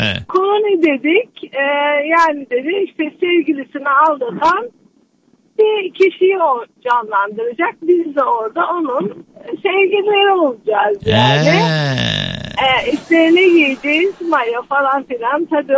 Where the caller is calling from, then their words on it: Antalya, Turkey; ben Antalya'dan.